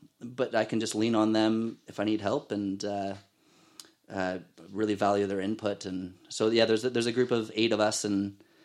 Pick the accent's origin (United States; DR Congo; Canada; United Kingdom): Canada; Ottawa, Ontario; also born or lived in Kingston / New Zealand / Australia; now in Okanagan, Canada; I moved to the Okanagan in 2017. I'd been hopping around quite a bit. I'm originally from Ottawa.